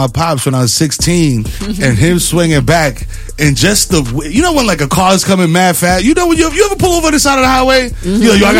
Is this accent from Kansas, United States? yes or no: no; New York City, New York, United States; I'm from East Tremont, baby.